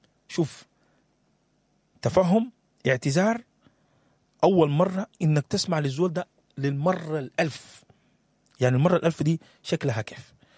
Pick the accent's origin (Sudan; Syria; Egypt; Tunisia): Sudan; moved away; قصة ديك رجعت لنا لما إحنا نزحنا ولما إحنا مرقنا من السودان